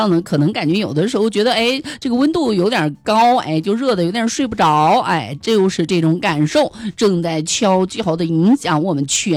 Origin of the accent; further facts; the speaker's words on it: Henan, China; now in Yunnan, China; 因为我们老家也是河南那边嘛